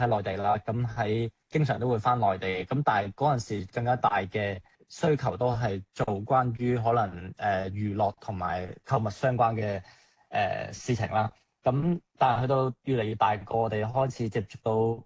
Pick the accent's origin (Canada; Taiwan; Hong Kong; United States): Hong Kong; also born or lived in United Kingdom; 其实我由细到大都是香港到成长的，就是小学、中学去到大学就去了英国读书，那海归回来香港之后呢，